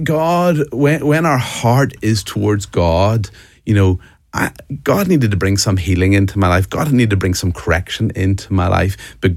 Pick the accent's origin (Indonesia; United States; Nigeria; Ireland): Ireland; you might get from my accent, I'm from Ireland, and a lot of my family are builders.